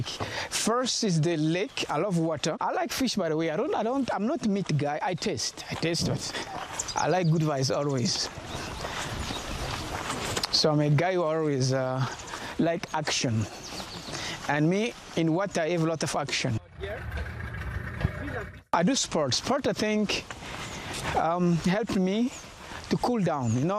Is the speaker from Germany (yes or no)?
yes; Germany; And even the place I grew up in Germany, Germany is a place you find many nationality.